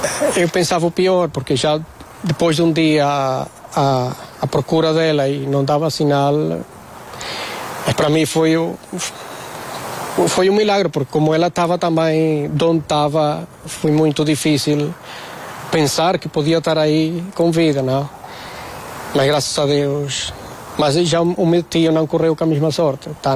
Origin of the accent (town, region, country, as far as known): Venezuela; born or raised there; now in Portugal